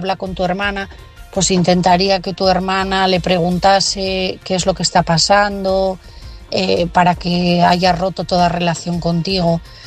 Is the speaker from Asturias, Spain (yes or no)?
yes; Asturias, Spain